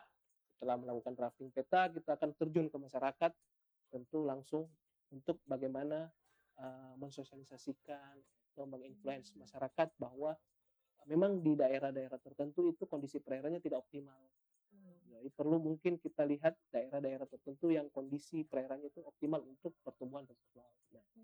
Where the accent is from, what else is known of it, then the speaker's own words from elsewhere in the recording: Makassar, South Sulawesi, Indonesia; moved away as an adult; now in Kupang, Indonesia; Saya dari Makassar.